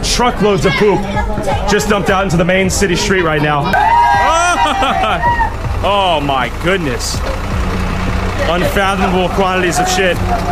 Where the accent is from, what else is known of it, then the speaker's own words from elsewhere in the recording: Texas, United States; I've traveled nearly 10,000 miles from Texas, USA.